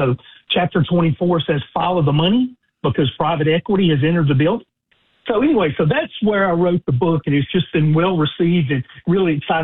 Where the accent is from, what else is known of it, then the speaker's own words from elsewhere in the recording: Foley, Alabama, United States; The flagship station in my home state of Alabama. So really good to be on. I am a Foley native and an Alabama graduate